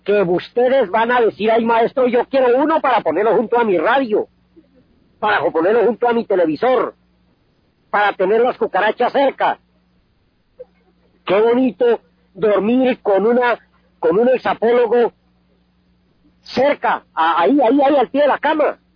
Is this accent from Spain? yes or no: no; Boyacá, Colombia; moved away; en mi tierra, en Boyacá, se llama angú, pero como allá no se dan las musasias por ser tan frío